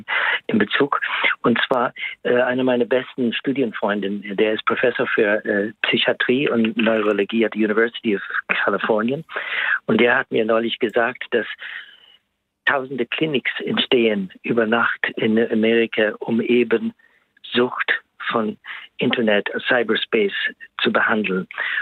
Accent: Ireland; German is a second language; moved away; ich komme aus Irland allerdings

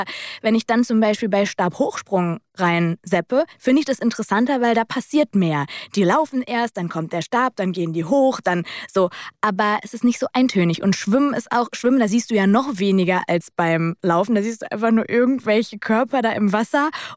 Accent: North Rhine-Westphalia, Germany; born there; Wir sind ja so im Schalker Einzugsgebiet geboren.

